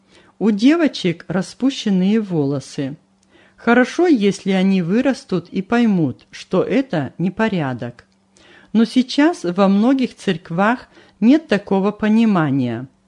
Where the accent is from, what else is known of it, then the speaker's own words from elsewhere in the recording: Russia; Обе страны дороги моему сердцу. В России я вырос, а на Украине, в Херсоне, служил в армии.